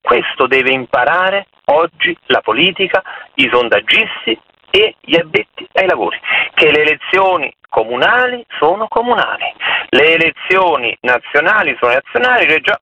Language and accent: Italian; Campania, Italy; Io sono del Lecito Avellino perché sono della provincia di Avellino.